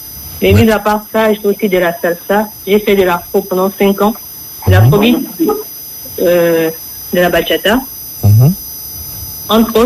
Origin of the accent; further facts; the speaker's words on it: Gabon; now in Togo; mes parents, je viens du Gabon de base. J'étais d'abord au Gabon avant d'aller au Togo.